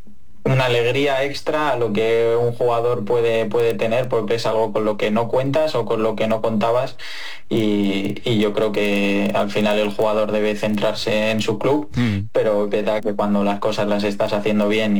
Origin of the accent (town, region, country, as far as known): Spain